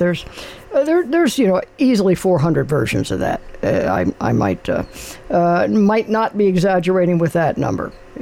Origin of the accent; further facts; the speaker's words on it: Los Angeles, California, United States; When I'm from Los Angeles originally, but I got my driver's license.